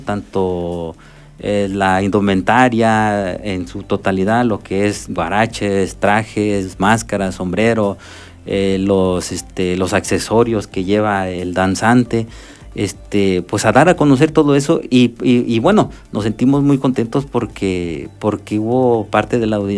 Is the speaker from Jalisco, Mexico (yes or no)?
no; Acatlán de Osorio, Puebla, Mexico; imagínese representar a nuestro Acatlán, a nuestro Puebla en otros estados